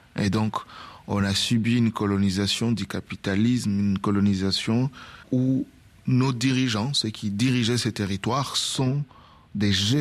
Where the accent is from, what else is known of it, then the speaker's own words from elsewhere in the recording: DR Congo; en tant que Congolais